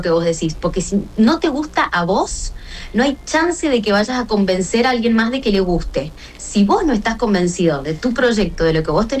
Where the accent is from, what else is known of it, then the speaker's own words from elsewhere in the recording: Mendoza, Argentina; yo no soy ninguna cipaya, soy bien mendocina.